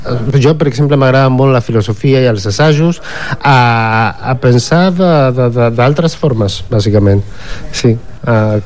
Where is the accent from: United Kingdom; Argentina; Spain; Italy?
Argentina; em ve que és el primer llenguatge que jo vaig aprendre abans d'aprendre a escriure castellà, perquè soc d'Argentina.